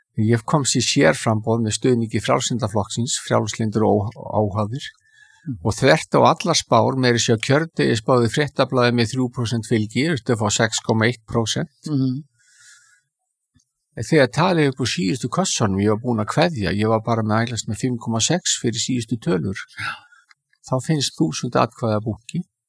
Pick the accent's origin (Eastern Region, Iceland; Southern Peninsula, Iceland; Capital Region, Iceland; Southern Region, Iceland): Capital Region, Iceland; Reykjavík; Ég alinn upp í Skaftahlíðinni sem mitt á milli þessa gamla framvallar og valsvallarins undir æsku hlíðinni.